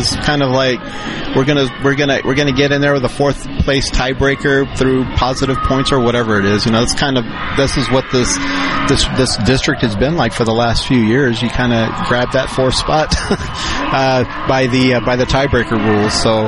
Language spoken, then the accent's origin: English; Texas, United States; I'm from the Rio Grande Valley. It reminds me a lot of home